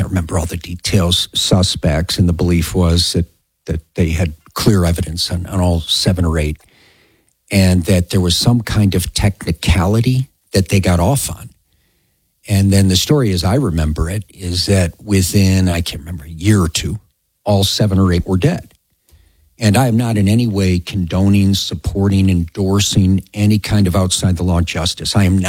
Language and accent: English; Chicago, Illinois, United States; I grew up in Chicago. My dad, a cop for 30 years, worked a lot of tough, tough areas.